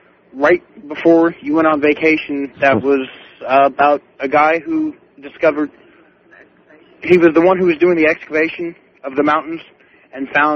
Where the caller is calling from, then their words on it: Galveston, Texas, United States; Well, I'm calling from Galveston, right on the beach.